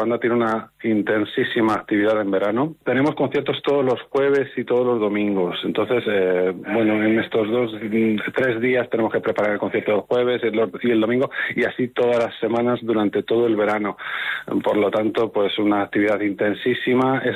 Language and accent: Spanish; Madridejos, Castilla-La Mancha, Spain; Castilla-La Mancha, que es mi tierra. Yo soy toledano, soy de una población que se llama Madridejos.